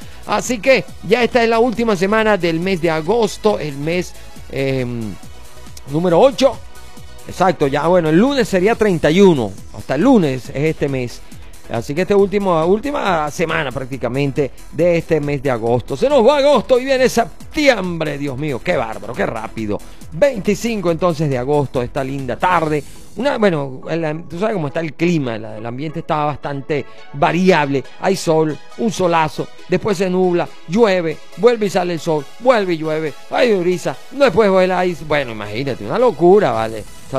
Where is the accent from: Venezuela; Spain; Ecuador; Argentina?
Venezuela; Caracas, Capital District; esa es mi parroquia, La Candelaria. Yo me crié ahí en La Candelaria. Sí, vale, allá hay mucho español, mucha colonia española, italiana. Es un sitio muy así, muy a lo español.